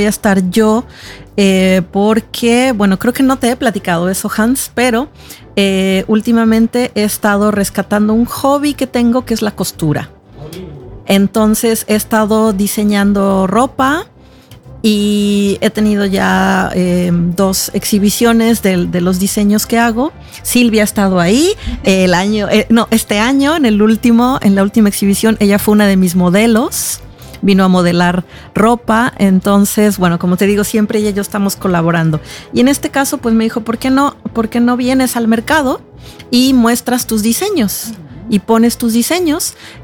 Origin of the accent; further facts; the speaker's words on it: Mexico; now in Norway; pues no solo soy mexicana